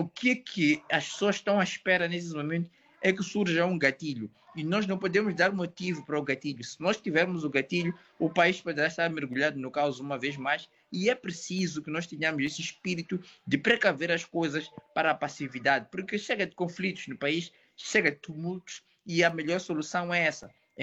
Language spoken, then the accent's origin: Portuguese; Mozambique